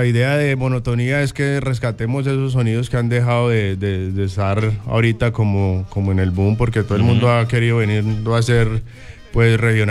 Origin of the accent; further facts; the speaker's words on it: Medellín, Antioquia, Colombia; Venimos de la ciudad de Medellín